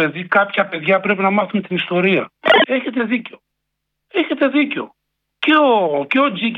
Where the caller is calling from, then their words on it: Nikaia, Attica, Greece; Πρώτη φορά παίρνω. … από την Νικέα.